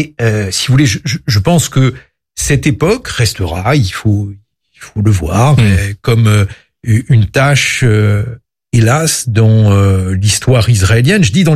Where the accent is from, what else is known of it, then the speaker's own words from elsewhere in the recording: France; je suis français